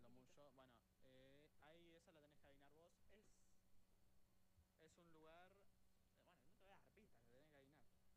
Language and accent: Spanish; Neuquén, Argentina; yo soy neuquino